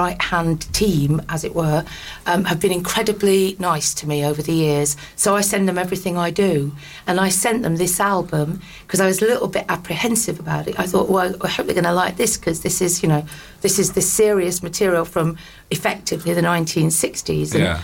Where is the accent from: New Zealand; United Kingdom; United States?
United Kingdom; the north of England; Because I'm actually from the North